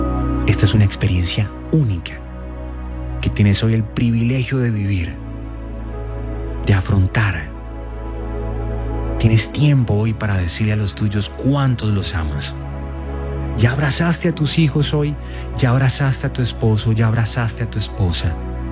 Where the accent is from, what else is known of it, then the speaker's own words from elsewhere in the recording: Colombia; Estoy en Colombia grabando este mensaje, en mi amada Cali